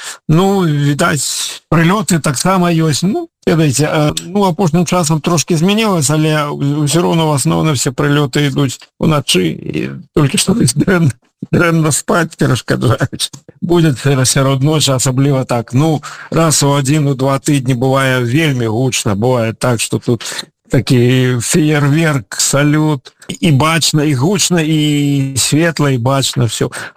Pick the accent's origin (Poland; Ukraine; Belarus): Ukraine; я грамадзін Беларусі, але я украінец, і заўсёды быў, я ж вам калісі казаў, заўсёды неяк так склалася, што я заўсёды адчуваў сябе украінцам.